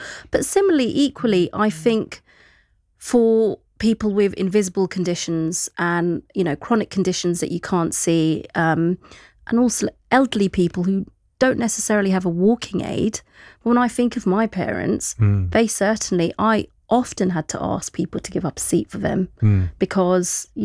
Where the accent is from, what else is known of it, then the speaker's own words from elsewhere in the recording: London, United Kingdom; So I would say, as a Londoner, born and bred, love the underground, grew up, you know, travelling the network